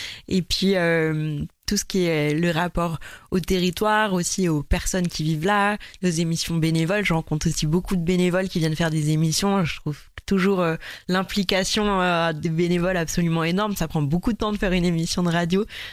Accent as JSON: {"language": "French", "region": "Provence-Alpes-Côte d'Azur", "country": "France", "also_born_or_lived": "Mulhouse", "moved": "yes", "said": "Je viens du Var, du centre Var."}